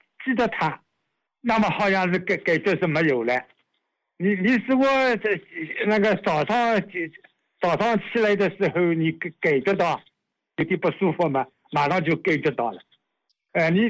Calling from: Ningbo, Zhejiang, China; 我是宁波那个时期的。

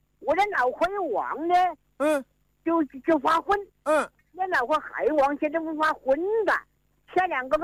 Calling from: Gong'an, Hubei, China; 我是湖北省公安县的，这村里是红峰村。

